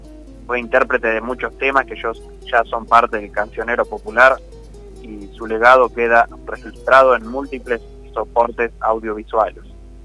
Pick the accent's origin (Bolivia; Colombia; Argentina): Argentina